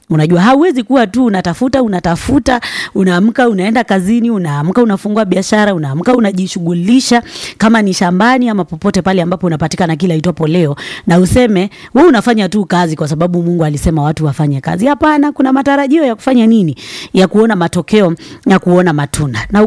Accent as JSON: {"language": "Swahili", "region": "Ukambani", "country": "Kenya", "said": "Natokea maeneo ya Ukambani."}